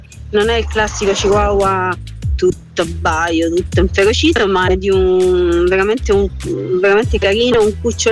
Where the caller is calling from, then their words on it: Grottaferrata, Lazio, Italy; da Grotta Ferrata.